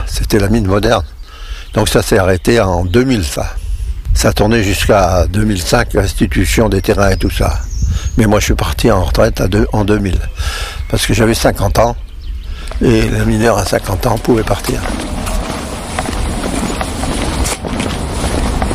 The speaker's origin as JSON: {"language": "French", "town": "Buxières-les-Mines", "region": "Auvergne-Rhône-Alpes", "country": "France", "said": "Chez nous, à Buxière, 300 mètres."}